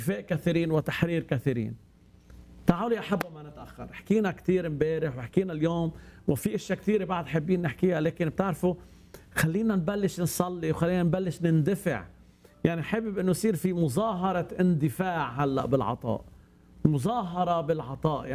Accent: Lebanon; أنا كلبناني إذا بدي أحضر تلفزيون

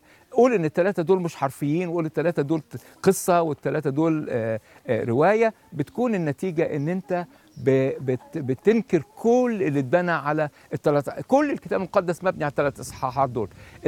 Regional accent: Egypt; now in United States; انا عايش في امريكا اساسا من مصر، وبفتخر ان انا من مصر وبفتخر ان انا عايش في امريكا

